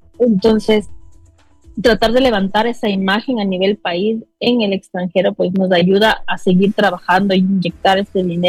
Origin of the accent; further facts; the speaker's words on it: Ecuador; nosotros mismos los ecuatorianos no vemos lo lindo que tenemos